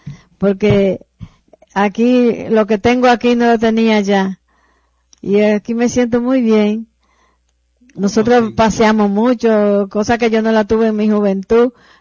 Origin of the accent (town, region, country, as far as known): Fantino, Sánchez Ramírez, Dominican Republic; moved away; also born or lived in Santo Domingo, Dominican Republic